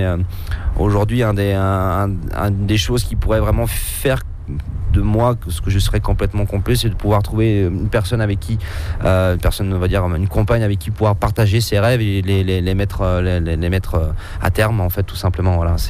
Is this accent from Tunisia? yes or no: no; France; moved away; bien que je suis un amoureux de mon pays, je suis un vrai Français dans l'âme, j'adore la culture française